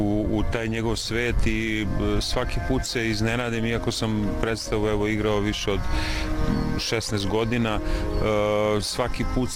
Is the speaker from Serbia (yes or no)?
yes; Žiča, Šumadija and Western Serbia, Serbia; i sam sam poreklom iz Žiče, gde je on episkopstovao i dalje zadržao u svom svetiteljskom imenu vladika Nikolaj Žički.